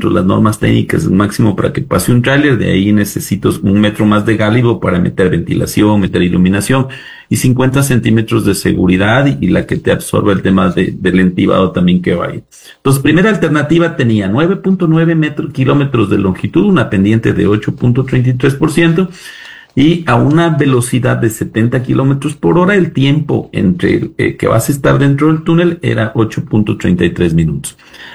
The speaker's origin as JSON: {"language": "Spanish", "region": "Loja", "country": "Ecuador", "said": "Te hablo de mi tierra, de Celica, de Alamó, Puyango, Pindal, Zapotillo, Macarazo, Soranga. Hay cerca de 100.000 habitantes ahí en esa región"}